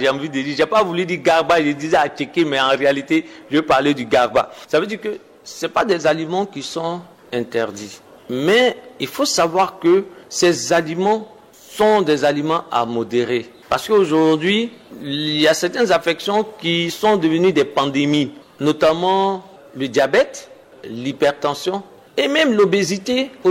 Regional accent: Côte d’Ivoire; Les Ivoiriens, on est beaucoup chaud.

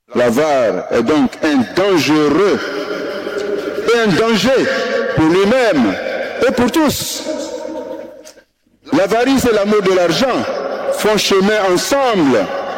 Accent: Côte d’Ivoire; Chez nous en Côte d'Ivoire

